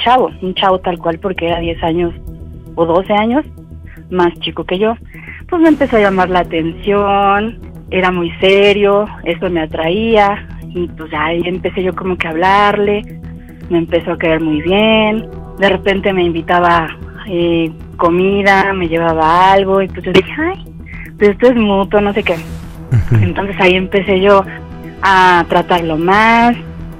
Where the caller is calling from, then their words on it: State of Mexico, Mexico; Tengo 37 años y soy del Estado de México